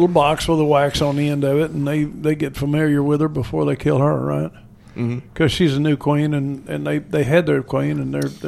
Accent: Ireland; Because I'm Irish.

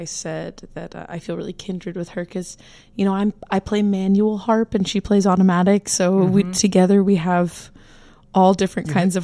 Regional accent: Fayetteville, Arkansas, United States; we'll do it all again in Fayetteville, which is my hometown. Mm-hmm. I was born and raised in Fayetteville.

